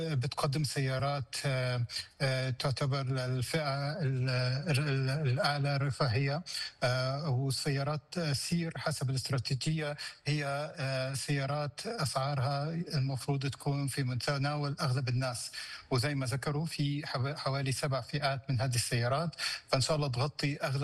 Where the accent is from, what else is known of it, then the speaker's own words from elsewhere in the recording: Saudi Arabia; نحن عندنا بالسعودية